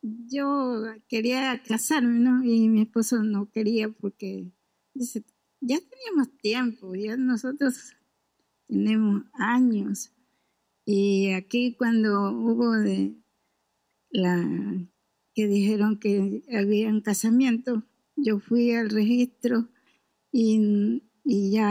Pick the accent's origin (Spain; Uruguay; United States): Uruguay